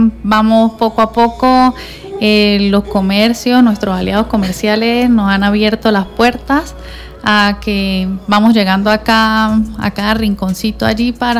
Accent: Venezuela; como todo venezolano que nos encanta las arepas

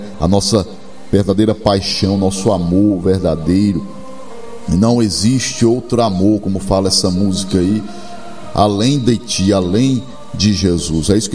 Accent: Brazil; somos brasileiros

